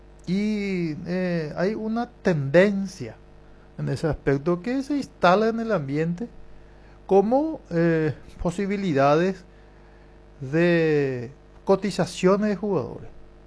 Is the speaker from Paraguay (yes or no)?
yes; Paraguay; Por lo menos representarnos como paraguayo al fútbol europeo